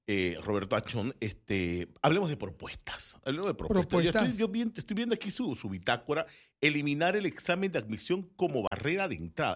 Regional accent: Panama

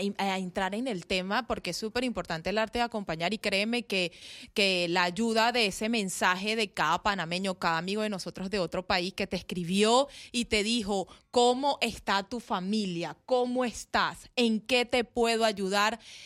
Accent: Venezuela; moved away; nosotros hemos hecho estos años al salir de nuestro país

